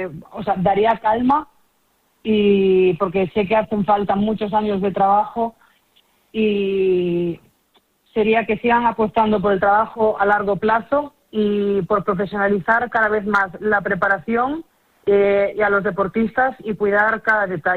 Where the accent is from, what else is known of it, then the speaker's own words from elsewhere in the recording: Cangas, Galicia, Spain; moved away; me incorporo pues al club de mi pueblo y donde empecé y pues voy a empezar la labor de preparadora física y de entrenadora en el club de remo de Cangas.